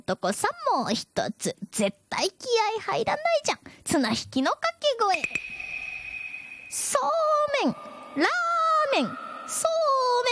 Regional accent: Miyazaki, Japan; 私もね、宮崎県出身じゃか、一緒に連れてってっつったっちゃけど

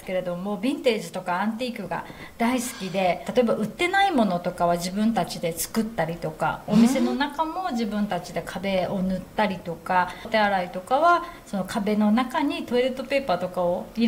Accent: Kumamoto, Japan; now in Isahaya, Japan; そうなんですよ、もともと別のところで雲仙市の小浜町っていう温泉街があるんですが、そこでですね私たちあの移住組で熊本から移住してきたんですね。

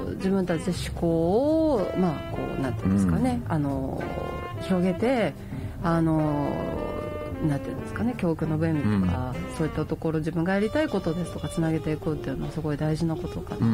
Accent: Toyooka, Hyogo, Japan; 自分が 小さい頃この豊川で育てていただいた中で、やっぱり大切な経験をすごく自然の中で積ませていただきました。

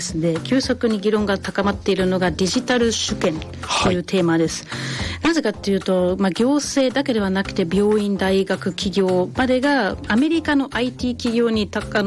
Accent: Schleswig-Holstein, Germany; Japanese is a second language; でそれが私の地元だったりするんですけど、

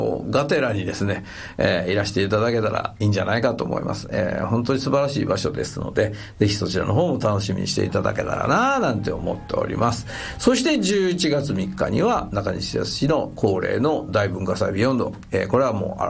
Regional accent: Nara, Japan; 僕奈良の出身なんですけど、奈良県民は大体1回は長島温泉行ったと思うんですよ。

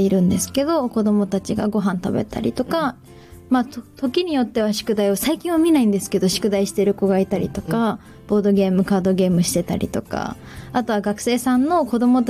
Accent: Isesaki, Gunma, Japan; 私は出身私は伊勢崎出身で

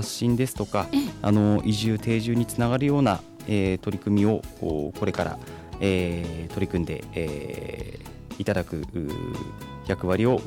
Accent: Motomiya, Fukushima, Japan; 私も白沢出身なので。

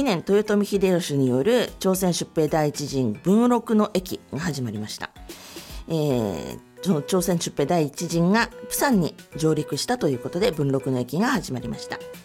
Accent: Shizuoka, Japan; 私静岡の出身なもんですごい地震教育受けてるんですけど

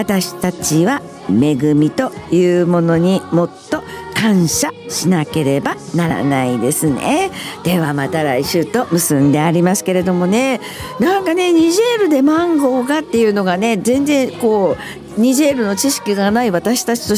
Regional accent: Tokyo, Japan; born there; also born or lived in Niger; 私は東京生まれなのであまり農産物に詳しくなく、

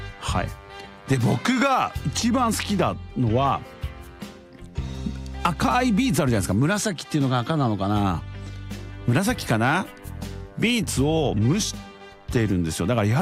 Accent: Mie, Japan; 広島ではないです私ね、三重ですけども

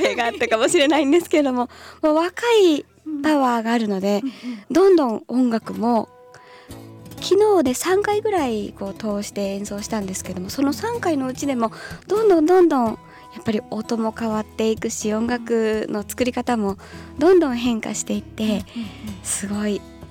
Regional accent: Seika, Kyoto, Japan; moved away; 私の地元の京都府の聖歌町

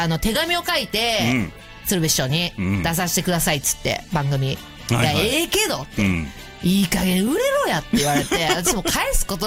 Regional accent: Tokyo, Japan; 日本生まれ、日本育ちで、うん、東京から出たこともなければ、高円寺っていう街にちょっとずっと住んでるんですけども。

